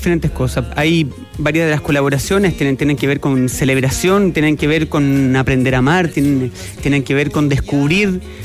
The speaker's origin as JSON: {"language": "Spanish", "town": "Santiago", "region": "Santiago Metropolitan Region", "country": "Chile", "lives_now": "Maitencillo, Chile", "said": "Yo soy de Santiago y en pandemia fui a vivir allá."}